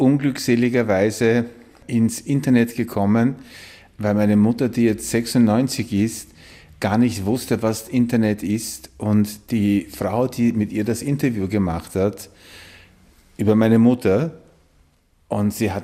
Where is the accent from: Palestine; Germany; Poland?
Poland; now in Austria; meine Jugend in Polen, wo ich aufgewachsen bin und wo ich doch auch immerhin in die Schule gegangen bin und wo ich ja gelebt habe und wo ich habe auch Polnisch gesprochen und ich habe auch Polnisch gelesen.